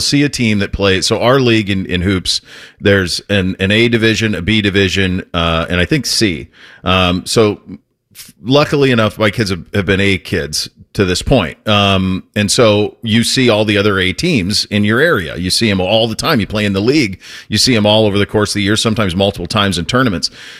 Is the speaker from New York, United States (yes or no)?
no; Montana, United States; moved away; I grew up in Montana.